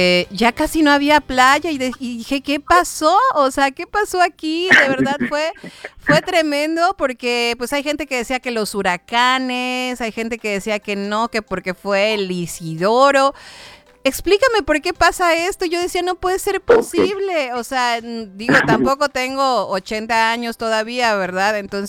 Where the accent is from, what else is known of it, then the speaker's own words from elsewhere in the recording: Yucatán, Mexico; yo pues soy yucateca y pues crecí. Algo de lo que más felicidad me dio en mi infancia y de los mejores recuerdos que tengo de mi vida es haber pasado mis veranos y mis Semanas Santas en playas yucatecas